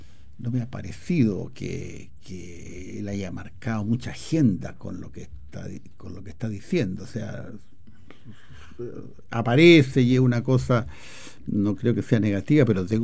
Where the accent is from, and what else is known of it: Chile